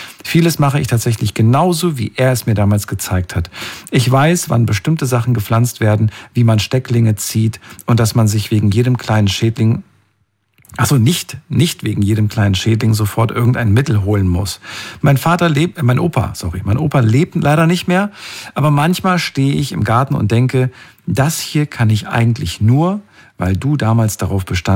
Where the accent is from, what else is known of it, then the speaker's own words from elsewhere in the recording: North Rhine-Westphalia, Germany; komme aber auch aus NRW.